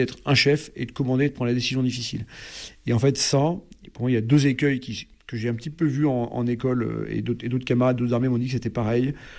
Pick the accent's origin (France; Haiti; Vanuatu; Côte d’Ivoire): France; en tant que Français